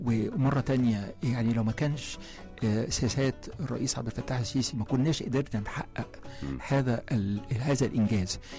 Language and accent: Arabic; Egypt